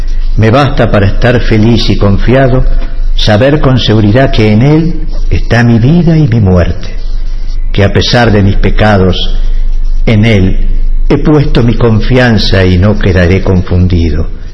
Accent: El Salvador; Dado que como salvadoreño y arzobispo de la arquidiócesis de San Salvador, tengo la obligación de velar porque reine la fe y la justicia en mi país.

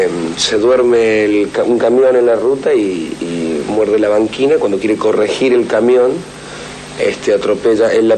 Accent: Córdoba, Argentina; Yo soy de Córdoba Capital.

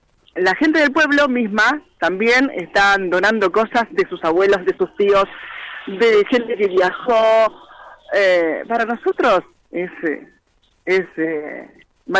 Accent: Ramallo, Buenos Aires, Argentina; estar en el Paraíso, aquí en el partido de Ramallo, que amo tanto a mi pueblo

